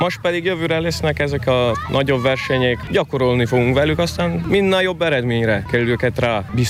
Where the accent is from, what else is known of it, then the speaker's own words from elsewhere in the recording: Dolga vas, Prekmurje, Slovenia; magyar vagyok, Hosszúfaluból, Csentibe vagyok